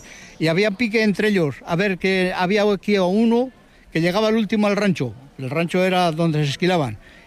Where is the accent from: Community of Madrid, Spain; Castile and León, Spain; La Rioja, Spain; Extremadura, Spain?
La Rioja, Spain; Brieva de Cameros; Que soy de aquí de Breva de Cameros, nacido y me he criado aquí toda la vida